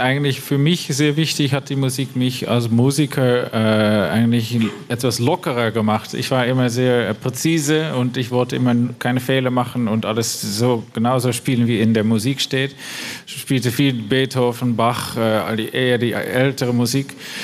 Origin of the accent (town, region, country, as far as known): Rotterdam, South Holland, Netherlands; German is a second language